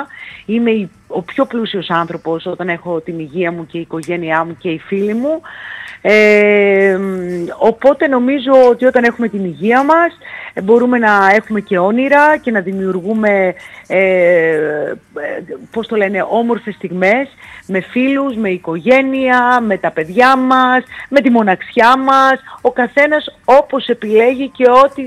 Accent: Thessaloniki, Central Macedonia, Greece; moved away as an adult; now in Athens, Greece; η Θεσσαλονίκη είναι η πατρίδα μου, γέννημα θρέμα Θεσσαλονικιά. Οπότε μετά από πολλά χρόνια που ήμουνα κι εγώ παιδί της Θεσσαλονίκης και δούλευα μέχρι τα 24

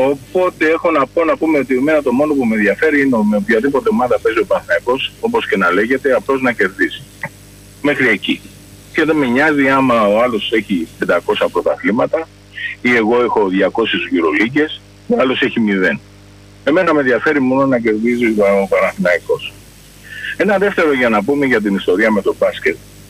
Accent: Kaminia, Attica, Greece; Τι κάνεις, αγόρι μου … από τα Καμίνια.

